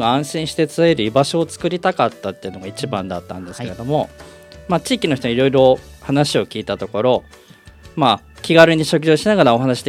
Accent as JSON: {"language": "Japanese", "town": "Ebina", "region": "Kanagawa", "country": "Japan", "tie": "born or raised there", "said": "まあ、自分も海老名で生まれ育ったので、"}